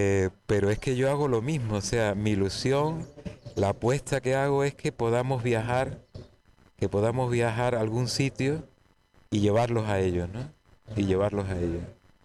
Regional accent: Spain

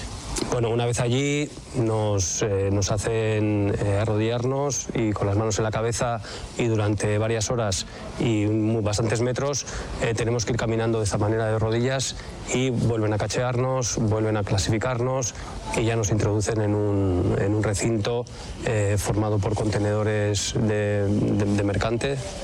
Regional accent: Vitoria-Gasteiz, Basque Country, Spain; soy artista visual y profesor universitario, soy de Vitoria-Gasteiz

